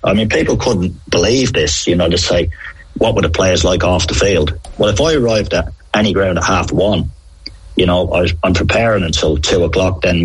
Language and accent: English; Ireland; How I was brought up in Ireland, the biggest thing for me as a boy was everybody called my dad Paddy